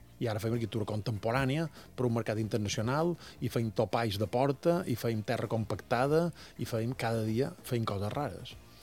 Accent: Colònia de Sant Jordi, Balearic Islands, Spain; Sí, jo som de la Colònia, som de la Colònia, era de la Colònia, ara ja no sé exactament, no és el que era, però sí, la Colònia encara.

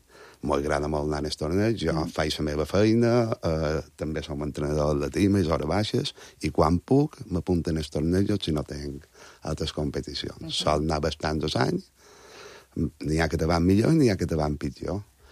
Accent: Montuïri, Balearic Islands, Spain; un joc tradicional que tenim en el meu poble, que és Montuïri

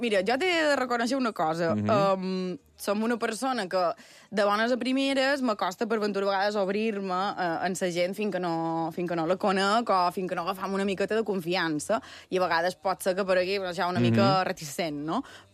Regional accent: Sencelles, Balearic Islands, Spain; born or raised there; now in Palma, Spain

